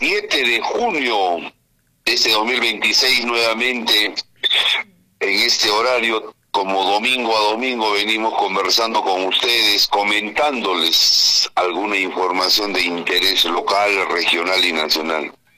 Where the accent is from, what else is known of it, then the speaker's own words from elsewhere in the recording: Peru; ¿Somos peruanos o no somos?